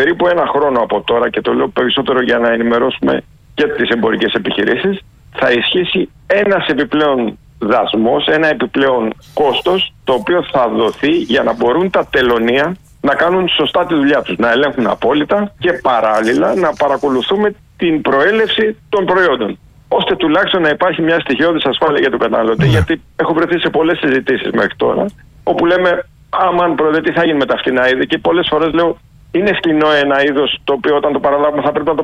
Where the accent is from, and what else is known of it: Greece